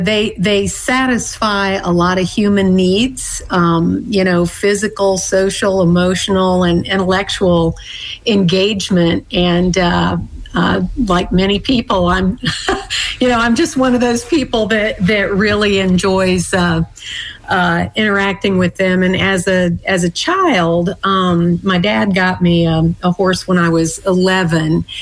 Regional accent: Bowling Green, Kentucky, United States; I had friends in the neighborhood with horses, and I grew up in Bowling Green, Kentucky, and, it was relatively inexpensive to have horses there.

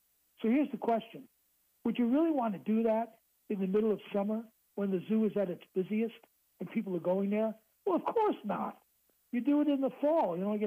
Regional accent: New York City, New York, United States; I lived in Flushing for many years, so I took my kids. I am a native New Yorker. I was born in Queens.

